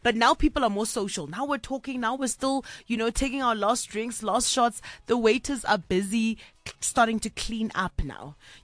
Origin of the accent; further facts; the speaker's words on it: Kimberley, Northern Cape, South Africa; in my hometown of Kimberley